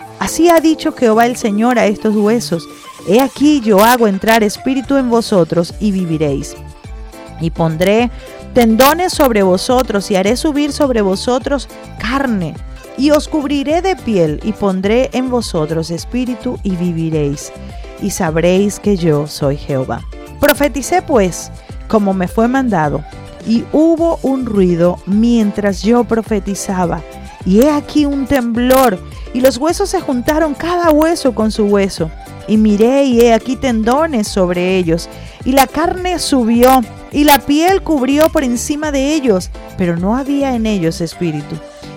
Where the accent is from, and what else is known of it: Venezuela